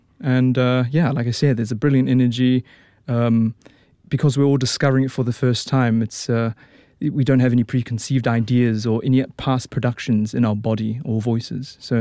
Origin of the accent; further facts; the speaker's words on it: Auckland, New Zealand; I did. I grew up in Auckland. I grew up in East Auckland in Howick Highland Park.